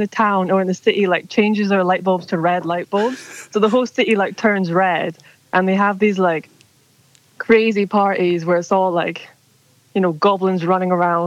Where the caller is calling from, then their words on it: Edinburgh, Scotland, United Kingdom; I'm calling from Edinburgh.